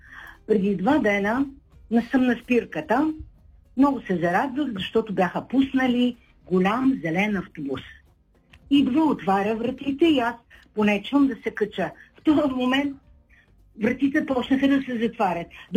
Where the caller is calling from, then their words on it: Shumen, Shumen Province, Bulgaria; Здравейте, господин Герковски … от Шумен.